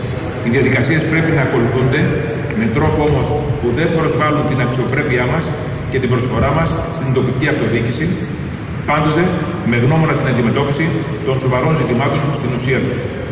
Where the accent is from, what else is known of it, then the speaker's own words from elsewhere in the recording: Paros, South Aegean, Greece; υπηρέτησα και υπηρετώ τον θεσμό του Δημάρχου και το νησί μου διαχρονικά ως έπαθος και ως Δήμαρχος.